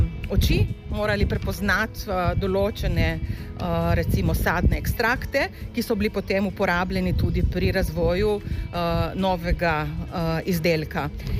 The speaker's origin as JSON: {"language": "Slovenian", "region": "Vipava Valley", "country": "Slovenia", "said": "Rada spijem dober kozarec penine in ker prihajam z Vipavske doline, mi je seveda, so mi najljubše iz lokalnih sort zelena ali pa pinjela."}